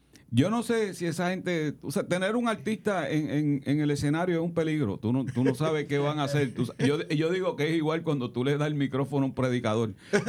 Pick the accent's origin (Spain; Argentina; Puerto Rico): Puerto Rico; La Pachanga; Tú sabes, yo soy de La Pachanga, Puerto Rico. Y de La Pachanga, Puerto Rico, pues la extensión, digo, va por Carlos y por los hijos de él y los hijos de sus hijos.